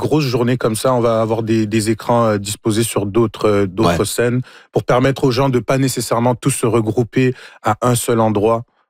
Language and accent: French; Montreal, Quebec, Canada; Moi, j'ai grandi à Montréal, je suis né à Montréal, et je me rappelle dans mes très jeune âge de venir au festival